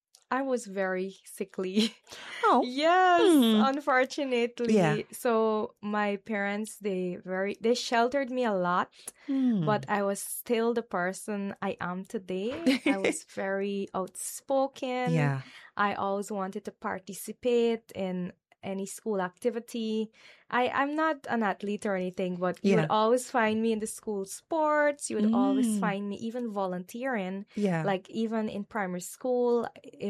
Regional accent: Guyana; English is a second language; So when I first moved out of the village, I had my like village accent, you know, indigenous peoples. Many of us, our first language is not English. So you'd have to learn English through schooling, especially in the very hinterland communities like in Region 7 and Region 8.

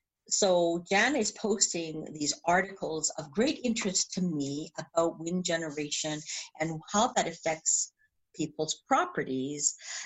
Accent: Ontario, Canada; Myself, I'm from the Niagara region in Ontario, Canada

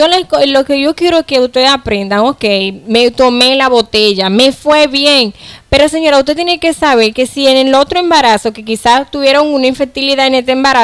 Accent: Dominican Republic

